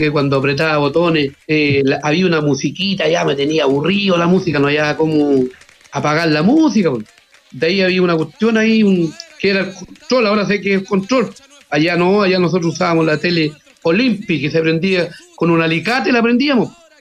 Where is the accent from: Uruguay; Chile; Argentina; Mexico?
Chile; Monteagüe; yo le dije, oiga, es que yo soy de Monteagüe, soy del campo, y voy a donde Enrique Maluenda.